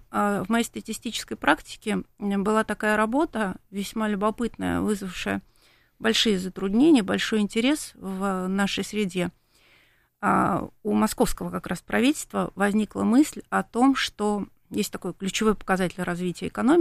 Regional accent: Moscow, Russia; Я коренная москвичка, я очень люблю Москву.

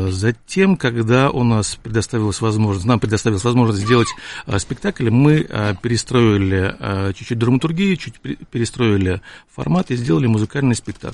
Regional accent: Saint Petersburg, Russia; я сам ленинградец, петербуржец.

